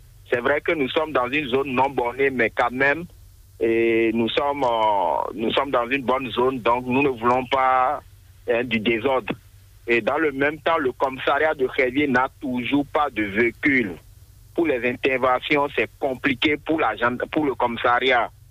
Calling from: Atlantique, Benin; Je vous appelle depuis Rébier.

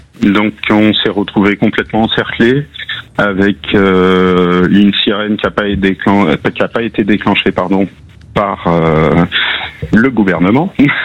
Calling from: France; j'habite au Planche depuis plus de 10 ans.

